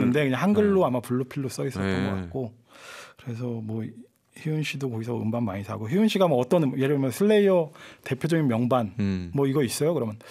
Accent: Daejeon, South Korea; 대전 출신이어서

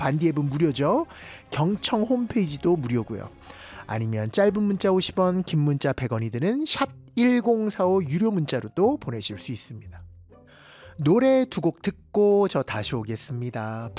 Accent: Seoul, South Korea; 서울 사람이라서 제가 또 서울 그 또 8학군 출신이라

